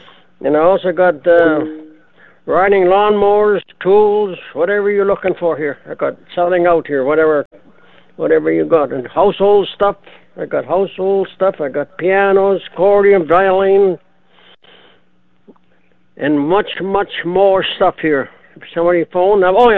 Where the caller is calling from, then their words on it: Manitoba, Canada; The rainy Interlake, I said.